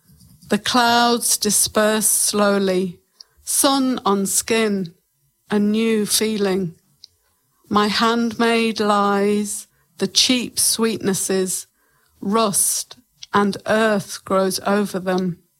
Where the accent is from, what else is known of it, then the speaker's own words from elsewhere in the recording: England, United Kingdom; now in New Zealand; like when I came to New Zealand from England, you know, stopping one whole part of my life and starting again.